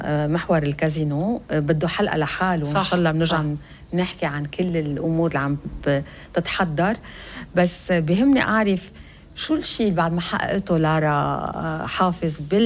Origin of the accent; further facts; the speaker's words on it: Lebanon; لأنه ابن ضيعتي، ابن أرتبة